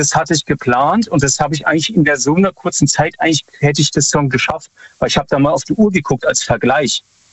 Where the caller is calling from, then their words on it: Freiburg, Baden-Württemberg, Germany; hallo, ich bin aus Freiburg.